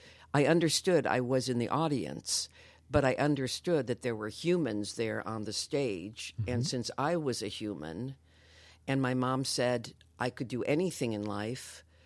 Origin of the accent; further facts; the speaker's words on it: Chicago, Illinois, United States; I grew up in Chicago, Illinois in the 1940s.